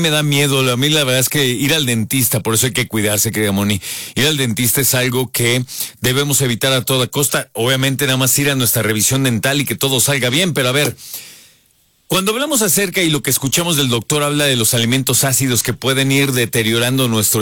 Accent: Mexico; porque somos mexicanos

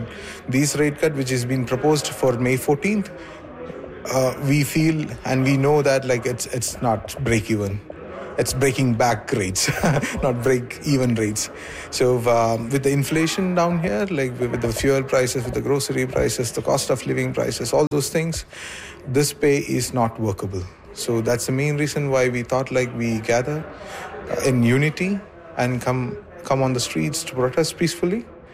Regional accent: India; moved away as an adult; I'm from India. I've been here for the last 2 years.

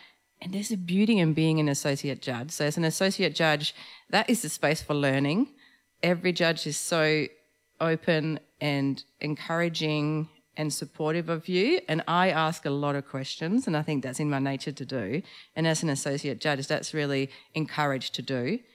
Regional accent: Sweden; moved away as an adult; now in Australia; as you probably can tell, I have a bit of an accent. I wasn't born here and I come from a country pretty far away. I come from Sweden, and in Sweden there's no wine industry. We don't grow grapes. It's cold there, so grapes can't really grow. I came to Australia in 2005

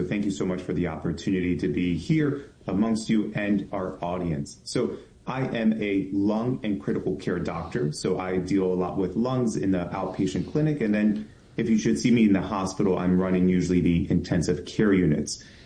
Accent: Baltimore, Maryland, United States; I'm a son of Baltimore, born and raised, and growing up in Greektown, Highlandtown, we had a Hopkins hospital in our backyard.

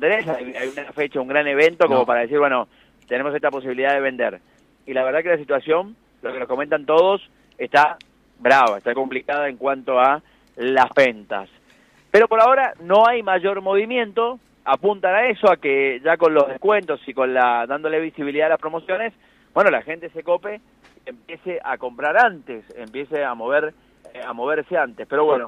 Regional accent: Mendoza, Argentina

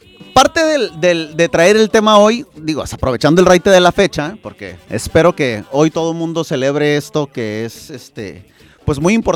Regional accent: Mexico

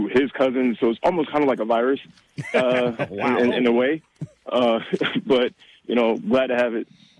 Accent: New York, United States; now in Atlanta, United States; Originally from New York, my entire family's from New York.

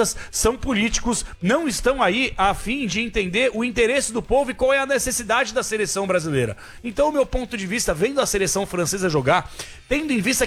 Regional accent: Brazil

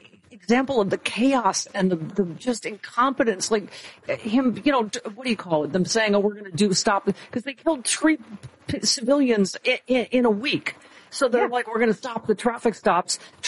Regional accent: Buffalo, New York, United States; is he from my hometown of Buffalo?

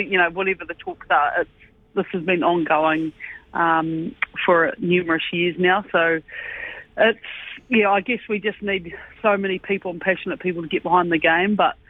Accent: New Zealand

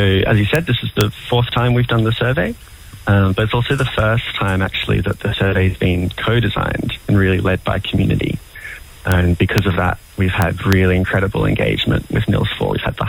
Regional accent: Canberra, Australian Capital Territory, Australia; born or raised there; also born or lived in Kununurra, Western Australia

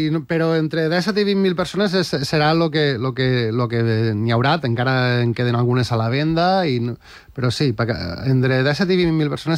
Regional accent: Pego, Valencian Community, Spain; som de Pego i és una cosa que ens estira molt

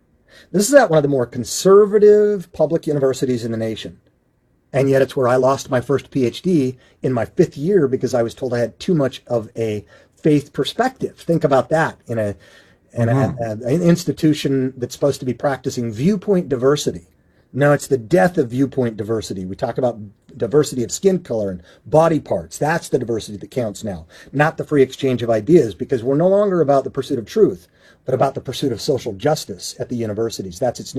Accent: Utah, United States; I was bathed in this stuff as a seventh generation Mormon growing up in Utah

